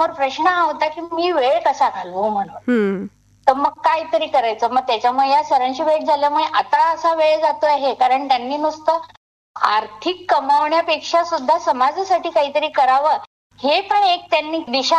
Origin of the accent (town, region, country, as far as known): Akola, Maharashtra, India; born or raised there; also born or lived in Mumbai